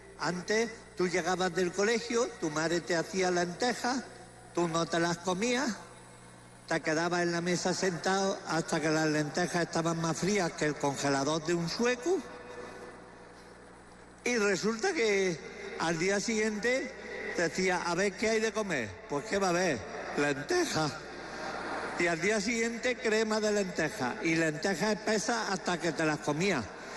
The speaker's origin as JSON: {"language": "Spanish", "area": "Jaén", "region": "Andalusia", "country": "Spain", "said": "yo soy de Jaén."}